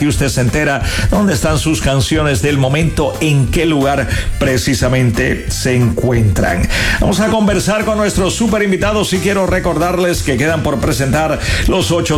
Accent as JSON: {"language": "Spanish", "country": "Cuba", "said": "yo soy cubano."}